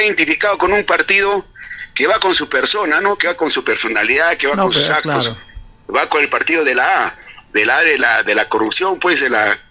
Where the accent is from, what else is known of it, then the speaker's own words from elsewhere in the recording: La Calera, Arequipa, Peru; yo estoy bien identificado con el pueblo tradicional de Yura, pues yo soy de La Calera, he nacido allá, he estudiado toda mi primaria, después ya vine a la ciudad a terminar mis estudios secundarios y estudios universitarios